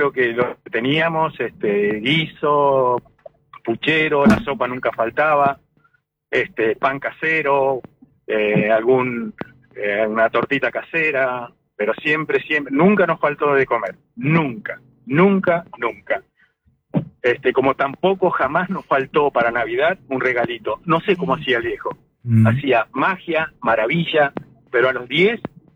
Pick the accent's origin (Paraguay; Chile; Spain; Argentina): Argentina; Villa Libertad, Entre Ríos; Nosotros venimos de Entre Ríos, de un pueblito cercano a Chajarí.